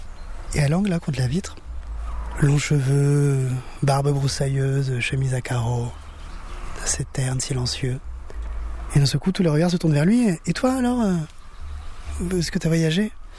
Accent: France; ce que j'aurais aimé, moi, en grandissant en France, qu'on me transmette

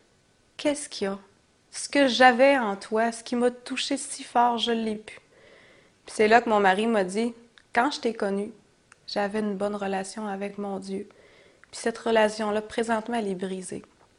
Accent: Saguenay, Quebec, Canada; moved away as an adult; j'étais seule dans cette région-là parce que je venais du Saguenay, puis j'étais à Québec, mon chum n'avait pas de famille là non plus, j'étais toute seule.

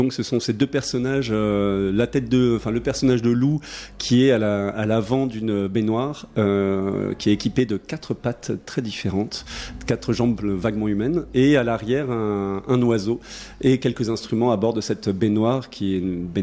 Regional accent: Auvergne-Rhône-Alpes, France; Moi, je viens d'Ardèche, donc je suis au nord d'Aubenas.

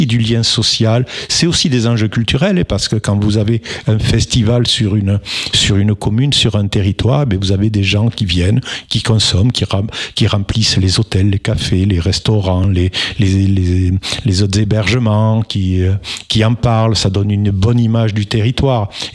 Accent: Mirepoix, Occitanie, France; Vous savez, je suis de Mirepoix, oui.

